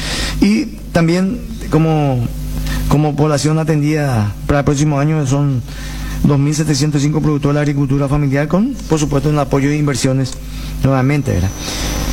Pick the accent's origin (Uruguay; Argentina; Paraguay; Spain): Paraguay; todos nosotros como paraguayos